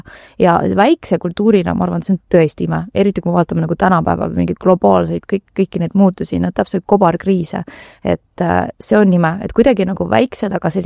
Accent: Tallinn, Harju County, Estonia; mina täpselt nagu ütlesin, et Lasnamäel kasvasin ülesse, õppisin Tallinna Kuristiku gümnaasiumis

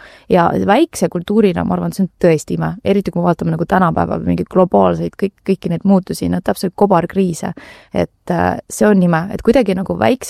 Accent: Tallinn, Harju County, Estonia; mina täpselt nagu ütlesin, et Lasnamäel kasvasin ülesse, õppisin Tallinna Kuristiku gümnaasiumis

